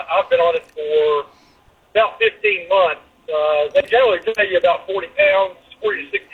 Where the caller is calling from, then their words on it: Virginia, United States; I'm in Southwest Virginia